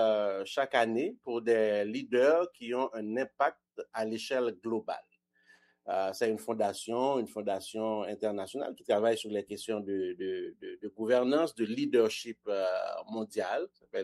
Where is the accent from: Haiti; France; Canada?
Haiti; ça a commencé en Haïti. Je suis haïtien, pour ceux qui s'en doutaient.